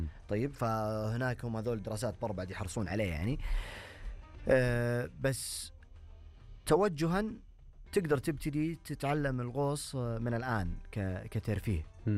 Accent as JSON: {"language": "Arabic", "country": "Saudi Arabia", "said": "هذه وطننا، هذه ديرتنا"}